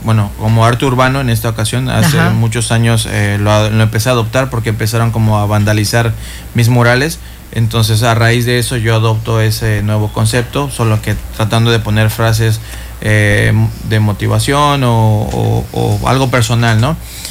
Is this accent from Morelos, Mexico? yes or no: no; Cancún, Quintana Roo, Mexico; born there; also born or lived in Tuxtla Gutiérrez, Chiapas; Originariamente soy de Tuxtla Gutiérrez, Chiapas, pero tengo casi toda mi vida aquí. Tengo más de 30 años en Cancún, entonces toda mi formación ha sido aquí.